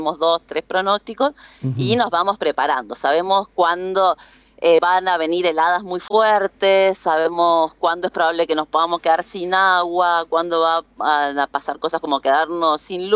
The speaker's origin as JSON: {"language": "Spanish", "region": "Mendoza", "country": "Argentina", "lives_now": "Los Penitentes, Argentina", "said": "Para los que somos mendocinos sabemos que esto, por ejemplo, lo primero es que es agua para Mendoza"}